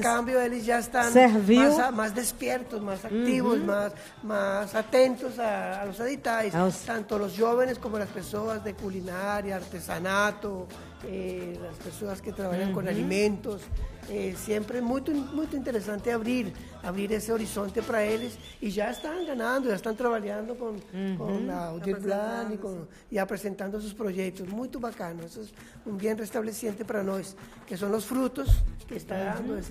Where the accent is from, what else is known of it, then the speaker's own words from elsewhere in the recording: Bogotá, Colombia; Portuguese is a second language; now in Brazil; eu sou de Bogotá